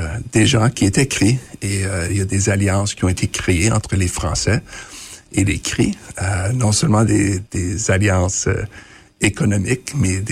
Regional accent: Winnipeg, Manitoba, Canada; first language French; moi, je suis un franco-manitobain, mais aussi un métis francophone, un métis de la Rivière-Rouge. Je suis à la fois français et cri.

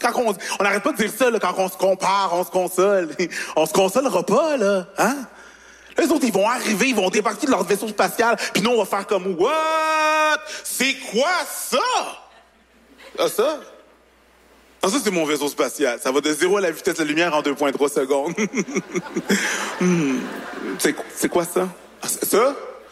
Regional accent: Longueuil, Quebec, Canada; accent: Longueuil; « Longueuil. Je viens de Longueuil. » C'est un accent de Longueuil, là. Mon pays d'origine.

